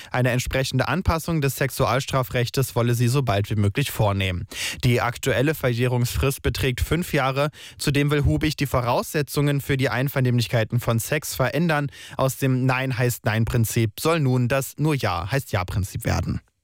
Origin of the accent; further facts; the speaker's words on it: Hamburg, Germany; für mich als Hamburger ganz, ja, sehr angenehm